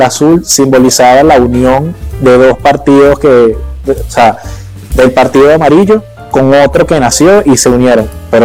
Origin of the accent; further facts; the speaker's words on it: Guatire, Miranda, Venezuela; also born or lived in Caracas; yo soy de Guatire, exactamente. Nací aquí en Caracas, pero a los días me bajaron para allá.